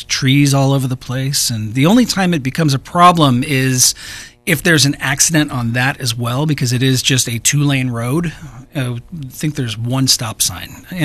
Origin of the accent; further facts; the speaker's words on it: San Bernardino, California, United States; born there; also born or lived in Phelan, California; I actually grew up on Elm in San Bernardino. No joke. Elm Avenue in San Bernardino.